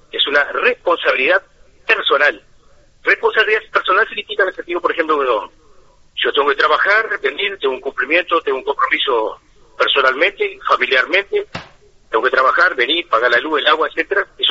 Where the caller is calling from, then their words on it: Salto, Uruguay; yo soy de Salto.